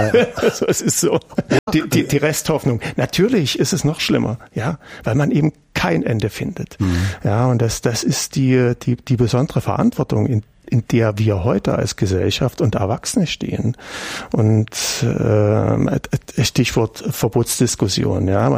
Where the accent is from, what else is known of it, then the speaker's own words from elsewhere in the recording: Germany; also ich bin in der DDR groß geworden